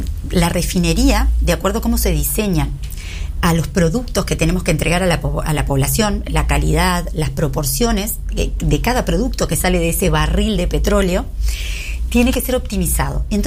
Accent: Uruguay; soy uruguaya, represento a todos los uruguayos

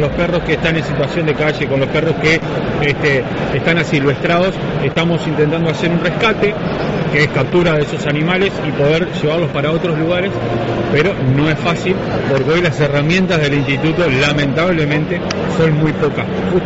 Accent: Sauce, Canelones, Uruguay; Vivimos cerca también porque somos los dos sauceños, así que es un placer. Y aparte, ya sabiendo que soy de sauce, soy una persona rural

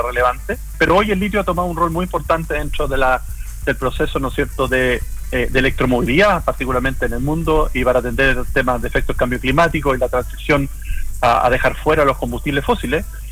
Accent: Chile; el dueño último de ese mineral somos todos los chilenos

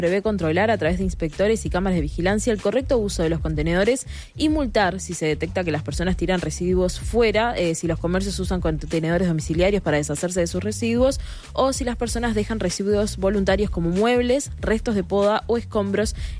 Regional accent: Montevideo, Uruguay; las conductas que uno espera como montevideano que desarrollen para que todos contribuyamos a un Montevideo más limpio.

